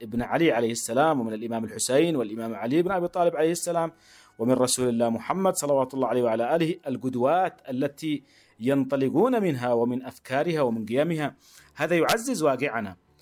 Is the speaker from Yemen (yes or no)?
yes; Yemen; نحن نرى اليوم من خلال مظلوميتنا وما نعانيه كيمنيين